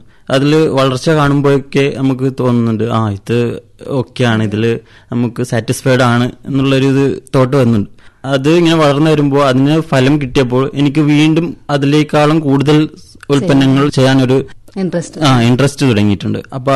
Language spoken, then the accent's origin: Malayalam; Kavaratti, Lakshadweep, India; ഞാൻ കവരത്തി സ്വദേശിയാണ്.